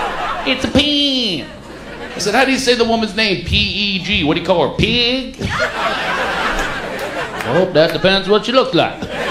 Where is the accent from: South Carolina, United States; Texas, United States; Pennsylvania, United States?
Pennsylvania, United States; Philadelphia; accent: Philadelphia; This tour in the South, they were all making fun of my Philadelphia accent.